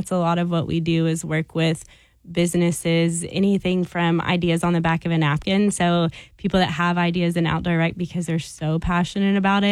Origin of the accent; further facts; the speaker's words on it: Sherwood, Arkansas, United States; I did. I grew up in Sherwood, and I am an only child